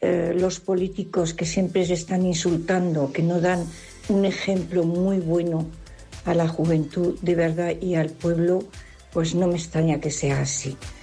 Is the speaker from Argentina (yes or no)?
no; Zaragoza, Aragon, Spain; Buenos días … de Zaragoza.